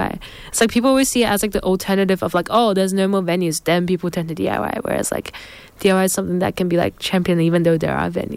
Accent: Canberra, Australian Capital Territory, Australia; as I am from Canberra.

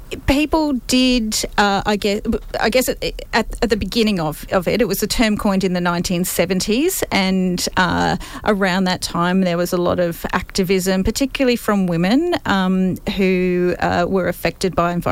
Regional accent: Queensland, Australia; I grew up in Queensland myself, in the southern end of the Great Barrier Reef.

